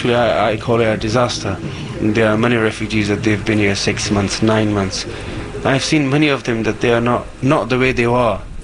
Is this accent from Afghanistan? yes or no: yes; Afghanistan; English is a second language; moved away as an adult; now in France; I'm 32, and I'm from Afghanistan. I've been about 3 months in Calais General.